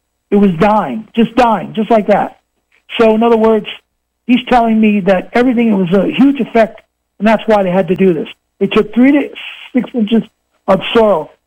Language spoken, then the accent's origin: English; Queens, New York, United States; I am a native New Yorker. I was born in Queens.